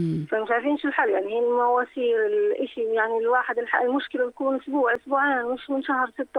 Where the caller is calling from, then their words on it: Amman, Amman Governorate, Jordan; من جويدة العكومية